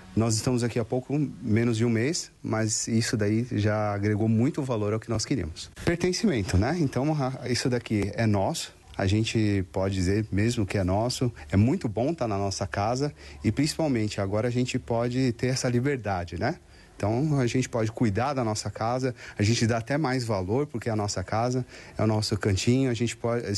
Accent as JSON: {"language": "Portuguese", "town": "São Bernardo do Campo", "region": "São Paulo", "country": "Brazil", "moved": "yes", "lives_now": "Pinhalzinho, Brazil", "said": "Nós somos do ABC Paulista, lá de São Bernardo. Né? Então nós somos lá da região de São Paulo e nós nos mudamos para o Paraná e depois aqui para Pinhalzinho"}